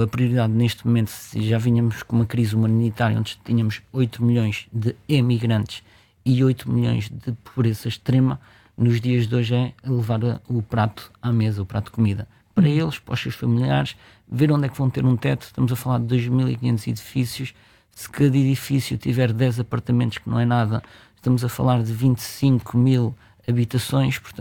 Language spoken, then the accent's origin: Portuguese; Portugal; temos uma porta de entrada, nós como portugueses e empresas portuguesas e Portugal